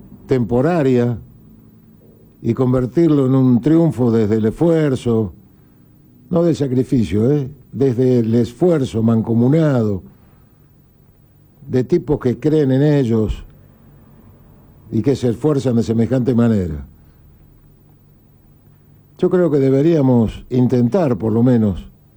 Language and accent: Spanish; Argentina